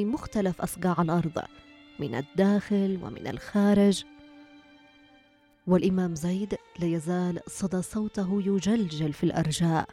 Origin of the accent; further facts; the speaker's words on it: Yemen; نحن كيمنيين